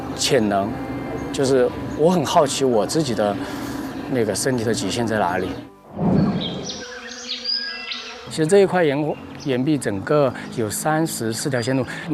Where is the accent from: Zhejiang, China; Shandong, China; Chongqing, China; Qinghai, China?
Chongqing, China